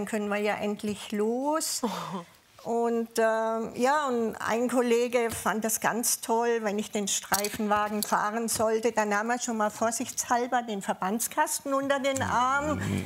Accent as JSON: {"language": "German", "region": "Southern Germany", "country": "Germany", "accent": "Southern German dialect", "said": "Kam dann auch noch mit meinem süddeutschen Dialekt."}